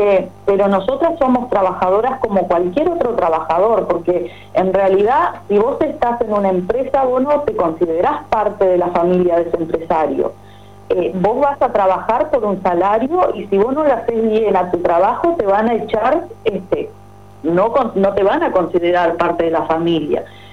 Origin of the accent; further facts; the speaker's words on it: Melo, Cerro Largo, Uruguay; moved away as an adult; now in Montevideo, Uruguay; Melo, de donde vengo yo, Rivera, Artigas, pueblos del interior profundo